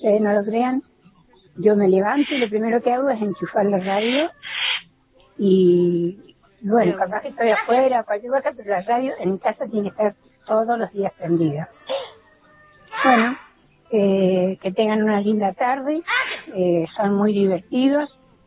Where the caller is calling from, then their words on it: Cañada Seca, Mendoza, Argentina; Soy de Cañada Seca y tengo un loro que no me deja hablar.